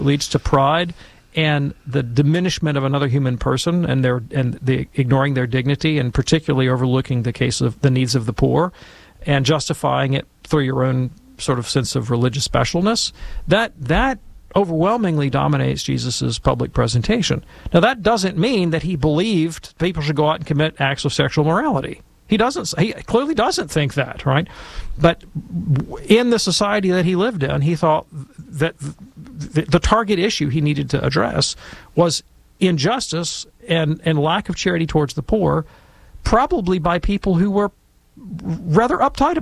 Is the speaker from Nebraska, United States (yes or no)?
no; Alabama, United States; I think about where I'm from, which is Alabama. I'm from the South.